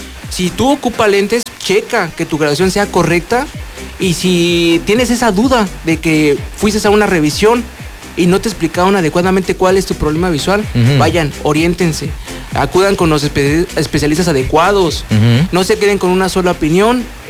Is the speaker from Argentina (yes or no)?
no; Mexico City, Mexico; De la hermosa Ciudad de México.